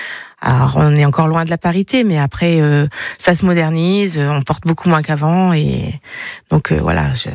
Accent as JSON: {"language": "French", "town": "Saint-Amand", "country": "France", "tie": "born or raised there", "said": "Je suis née à Saint-Amand en 1975 et mes parents venaient s'installer à Saint-Amand. Donc c'est une ferme qui existe depuis 6 générations."}